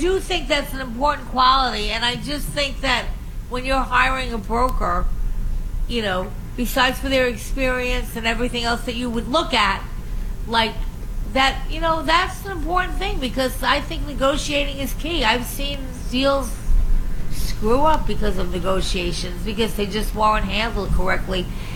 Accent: Long Island, New York, United States; I was from Long Island

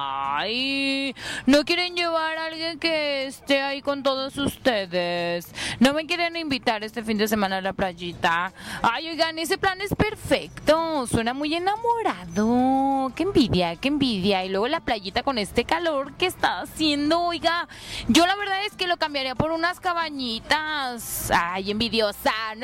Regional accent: Nayarit, Mexico; somos expertos aquí en Nayarit con los mariscos.

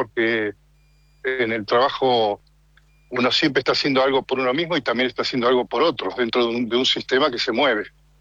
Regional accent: El Talar, Buenos Aires Province, Argentina; moved away as an adult; now in Italy; Yo soy de zona norte de Gran Buenos Aires, sí. Específicamente soy del Talar, que está al lado de General Pacheco.

